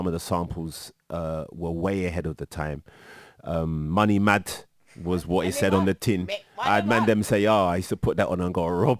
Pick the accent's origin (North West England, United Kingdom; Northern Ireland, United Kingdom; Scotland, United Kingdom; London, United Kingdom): London, United Kingdom; kid growing up in North London, Tottenham. … was my ends.